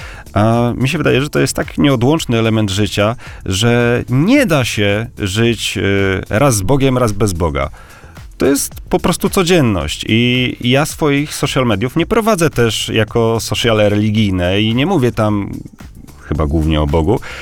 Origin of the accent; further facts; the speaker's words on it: Zielona Góra, Lubusz Voivodeship, Poland; ja pochodzę z Zielonej Góry, także wiadomo. Przesiedleńcy